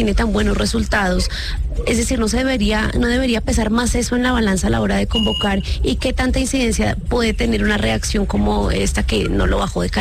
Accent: Colombia; se lo estoy diciendo yo, sí, pero, como colombiana.

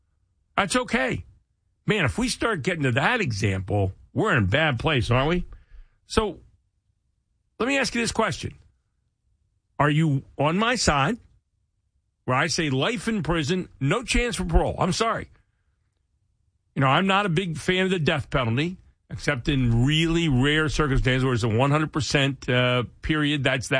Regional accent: Pennsylvania, United States; now in York, Pennsylvania, United States; I'm from Pennsylvania. I live up here in York, Pennsylvania, about 45 minutes north.

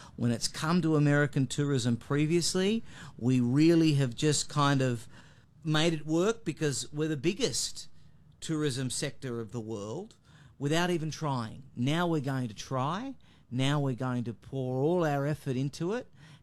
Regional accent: Perth, Western Australia, Australia; now in United States; I was born and raised in Australia. Came as quickly to the United States as I possibly could.

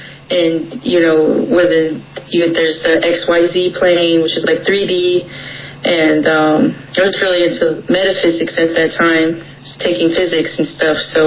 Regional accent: Second Mesa, Arizona, United States; I am Hopi and Navajo. I'm from Second Mesa, from Sapulpe, and just happy to be here.

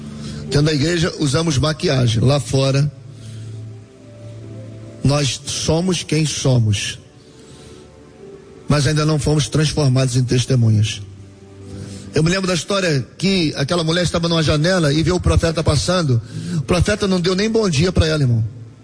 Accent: Nova Iguaçu, Rio de Janeiro, Brazil; Eu sou de Nova Iguaçu

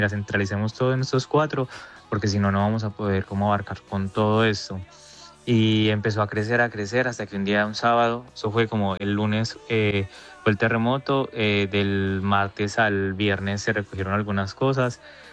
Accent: Pereira, Risaralda, Colombia; porque pues yo soy de Pereira y realmente como que viví eso muy de cerca

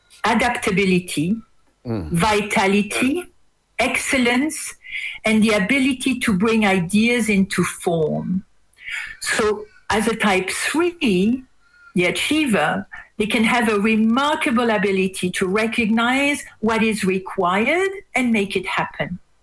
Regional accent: Auvergne-Rhône-Alpes, France; now in Australia; So as my accent gives away, I am originally French. I was born near Switzerland, near Geneva. I worked for many years at the UN. And in my 40s, I moved to Australia, where I now live near Brisbane.

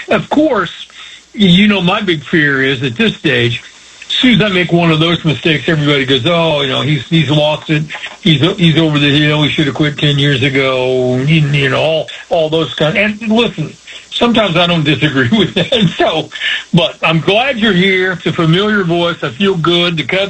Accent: Plainfield, Indiana, United States; it goes back to when I was a kid, growing up in Plainfield

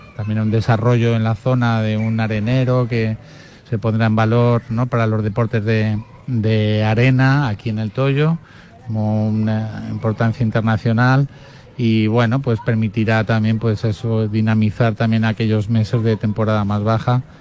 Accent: Galicia, Spain; born there; now in Almería, Spain; Yo, que soy gallego de nacimiento y ahora me han acogido aquí.

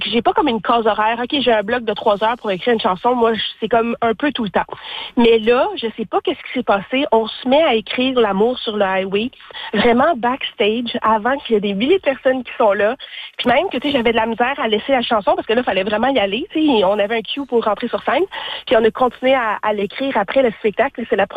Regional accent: Ottawa, Ontario, Canada; accent: Franco-Ontarian; Moi, je viens d'Ottawa. Mais j'ai l'impression que les gens de l'Ontario nous voyaient comme des Québécoises. Puis même quand on va en France, ils nous appellent les deux Québécoises. Puis là, je justifie, non, moi, je viens de l'Ontario, une province à côté

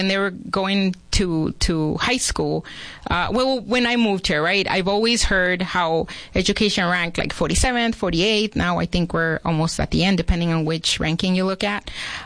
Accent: Los Angeles, California, United States; I grew up in L.A. I call it the land of … the San Fernando Valley. Went to the same high school as

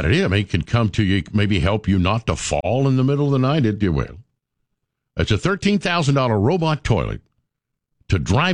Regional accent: Sevierville, Tennessee, United States; that's when I first discovered, growing up in Sevierville, that's when it's the first time we ever went to Frank Allen's Market.

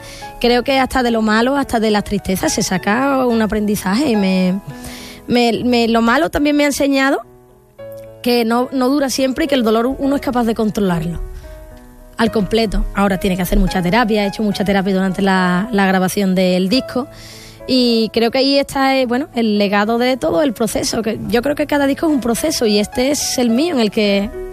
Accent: Jerez, Andalusia, Spain; O sea, volver a Jerez, a mi tierra, al Villa Marta, llenarlo otra vez de nuevo con este trabajo.

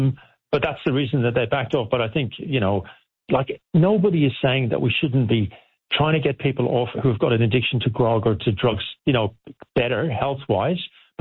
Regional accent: Ireland; I am Irish, to be fair, though.

